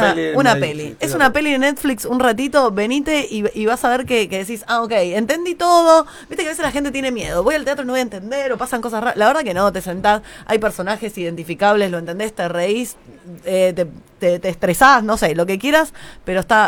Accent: Argentina; Yo soy de Saavedra.

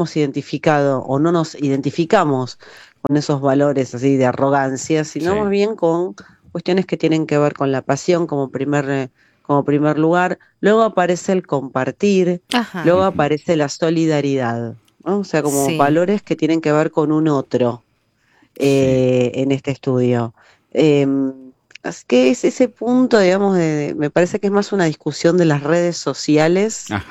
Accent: Argentina; los valores que nos definen como argentinos

